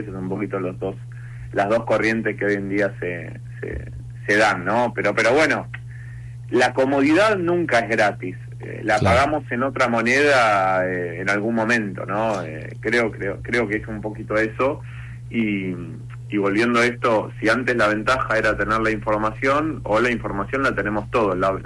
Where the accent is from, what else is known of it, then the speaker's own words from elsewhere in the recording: Argentina; Exportamos talento, somos el país de América Latina con mayores unicornios per cápita